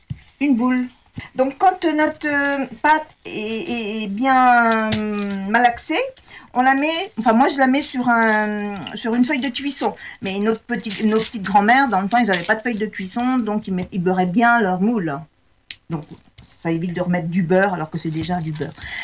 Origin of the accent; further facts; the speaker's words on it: Nouvelle-Aquitaine, France; chez nous, dans le Poitou